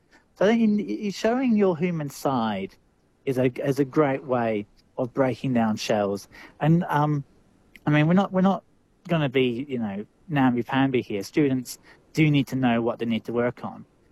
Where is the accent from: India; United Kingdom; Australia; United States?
Australia; Mid West; when I was a student, I was growing up in the Midwest. You're much more, you know, smaller population.